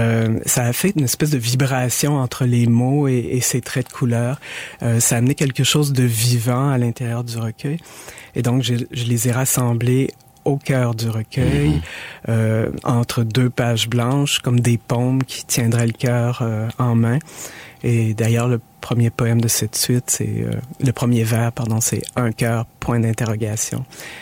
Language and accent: French; Montreal, Quebec, Canada; born there; Je suis né à Montréal. J'y ai travaillé, j'y vis. Je trouve que c'est une ville tout à fait hétéroclite